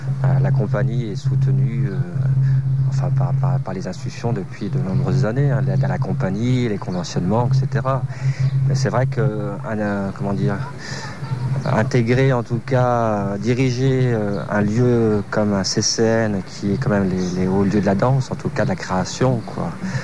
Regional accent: Lyon, Auvergne-Rhône-Alpes, France; now in La Rochelle, France; Moi, je suis un Lyonnais. Je suis né à Lyon. J'ai grandi à Lyon. Et voilà, je suis issu de ce qu'on appelle une double culture. Mes parents sont algériens. L'Algérie, c'est pas un pays que je ne connais pas. Au contraire, c'est un pays que je connais très bien.

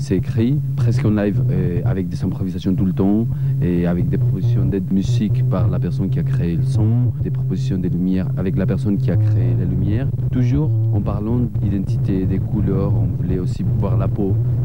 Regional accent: Colombia; French is a second language; moved away as an adult; now in France; même si on a fait l'école en France et même si ça fait 6 ans qu'on est là, on est de la Colombie

